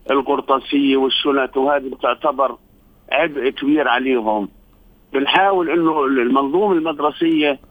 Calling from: Gaza, Gaza Strip, Palestine

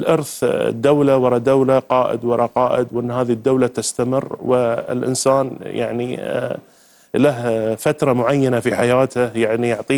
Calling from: Qatar; يعني هو اب للقطريين، اب لنا.

